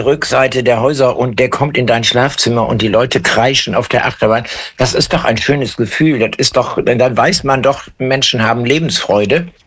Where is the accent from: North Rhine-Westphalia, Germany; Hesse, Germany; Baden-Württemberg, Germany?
North Rhine-Westphalia, Germany; Düsseldorf; born there; ich kann als gebürtiger Oberkassler, und ich bin wirklich hier vorne an der Ecke, ich habe ja früher auch auf der Brennamur gewohnt, also direkt parallel.